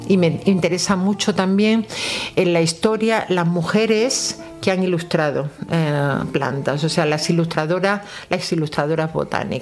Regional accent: Melilla, Spain; yo soy de Melilla también y siempre en casa había muchas plantas suculentas

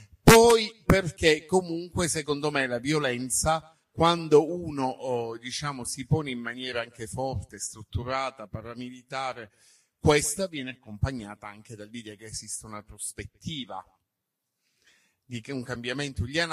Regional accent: Sicily, Italy; da siciliano lo rivendico con orgoglio

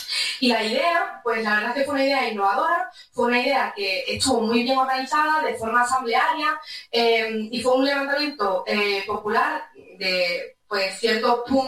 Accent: Spain; born there; yo soy nacida en la diáspora, yo nací en España, pero pues soy de origen saharaui y concretamente soy de las zonas ocupadas del Sáhara Occidental.

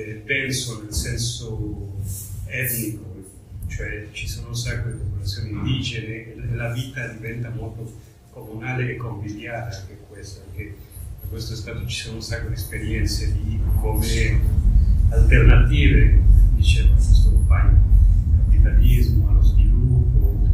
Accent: Mexico

